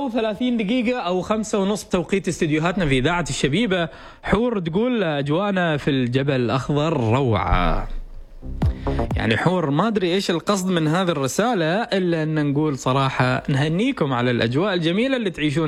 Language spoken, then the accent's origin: Arabic; Oman; وأيضا تنفع بلدنا عمان